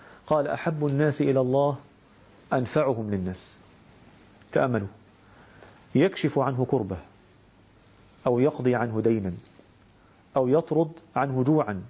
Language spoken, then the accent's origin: Arabic; Egypt; إحنا مسمينه عندنا في مصر النهاردة اسمه يسموه ترند